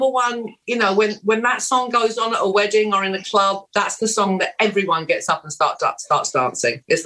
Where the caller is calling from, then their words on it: Twickenham, London, United Kingdom; Twickenham.